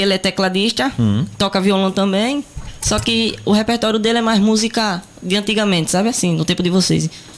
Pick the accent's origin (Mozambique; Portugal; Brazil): Brazil; Alagoas; Sou daqui de Alagoas mesmo, só que de povoado de Itapuranga.